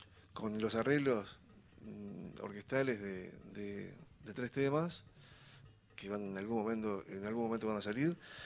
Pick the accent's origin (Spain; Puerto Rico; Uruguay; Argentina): Uruguay; Minas, Lavalleja; now in Montevideo, Uruguay; Cuando yo recién llegué de Minas, ahí en Montevideo